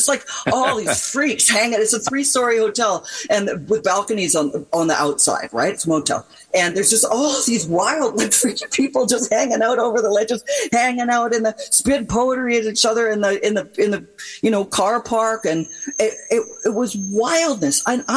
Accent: Canada; "Look, we're from Canada, howdy everybody!"

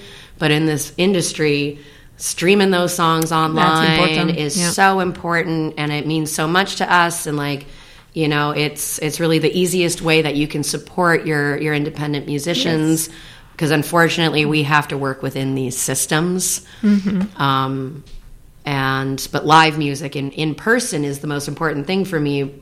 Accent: Toronto, Ontario, Canada; it has a shout out to my hometown of Toronto is how we say it out here, right? Toronto.

